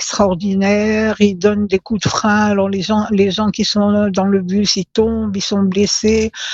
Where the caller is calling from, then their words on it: Jerusalem, Jerusalem District, Israel; J'habite à Jérusalem